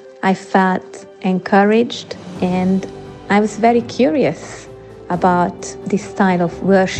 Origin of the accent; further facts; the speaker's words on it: Hungary; moved away as an adult; now in London, United Kingdom; I moved to London from Hungary in 2005 with my two young children.